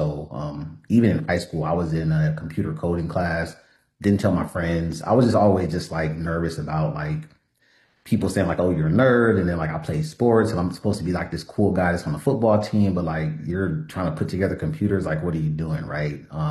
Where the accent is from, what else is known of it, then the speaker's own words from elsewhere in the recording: Los Angeles, California, United States; But going back, I grew up in South Central LA, first college generational graduate.